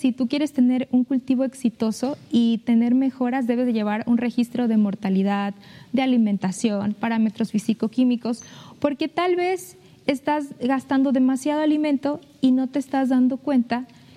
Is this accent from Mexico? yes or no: yes; Medellín de Bravo, Veracruz, Mexico; Del municipio de Medellín.